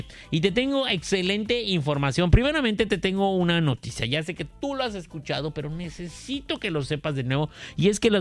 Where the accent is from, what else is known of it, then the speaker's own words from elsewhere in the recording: Umán, Yucatán, Mexico; Ahí en 3B Heroico Puerto de Altura, ombligo del mundo, capital del Interamericana del Beso de Tres, Umán, Yucatán